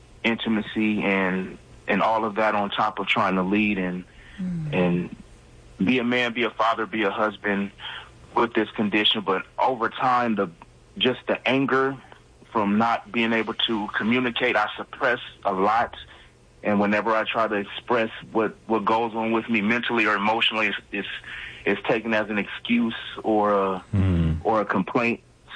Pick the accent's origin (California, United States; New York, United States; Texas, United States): California, United States; Yeah, I was diagnosed. I'm from California. I was diagnosed a few years ago back in California.